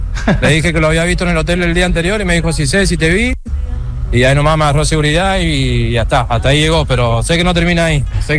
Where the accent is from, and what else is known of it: Toronto, Ontario, Canada